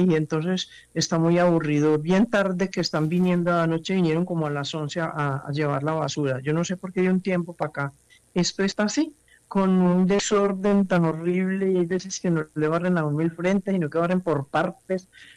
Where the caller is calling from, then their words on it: Cartago, Valle del Cauca, Colombia; De aquí de Cartago, de aquí de la Alta Castellana